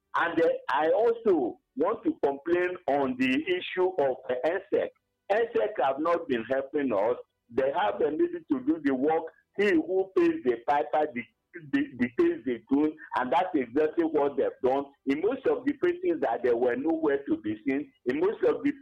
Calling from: Enugu State, Nigeria; I'm calling from Ababani, Kenugu

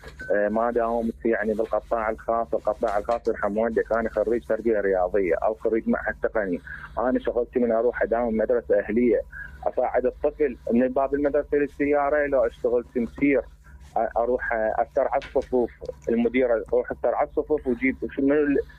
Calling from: Iraq; اني مو عراقي اني ما لي حق بهاي الدوله

